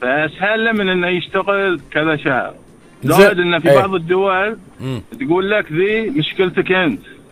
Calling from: Bahrain; انا بحريني

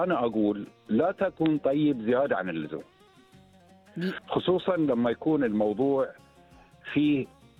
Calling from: Bahrain; يعني صفة موجودة يعني فينا إحنا كبحرينيين،

